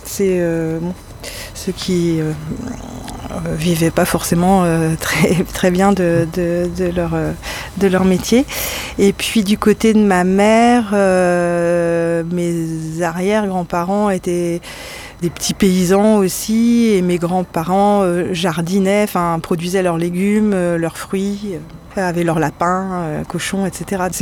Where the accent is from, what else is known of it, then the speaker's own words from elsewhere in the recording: Callac, Brittany, France; parce que moi j'ai grandi en centre-Bretagne, à Calac, donc dans un milieu assez rural